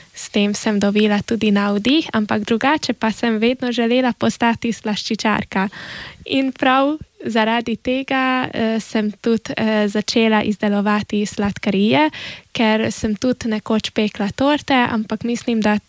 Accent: Sakalovci, Vas, Hungary; also born or lived in Budapest; Ja sem iz Sakalovec, sem porabska Slovenka, tako oče kot mama sta porabska Slovenca.

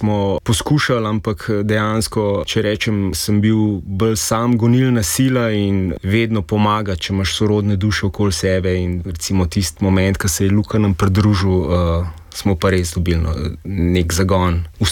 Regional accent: Hrastnica valley, Upper Carniola, Slovenia; Tako jaz kot naš bobnar sva oba dva doma iz doline Hrastnice.

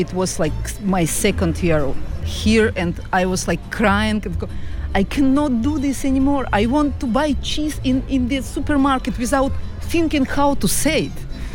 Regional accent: Moscow, Russia; English is a second language; moved away as an adult; now in Ljubljana, Slovenia; Prihajam iz Rusije, iz Moskve. Živim u Sloveniji že 20 let. Okay. U centru Ljubljane živim že 20 let.

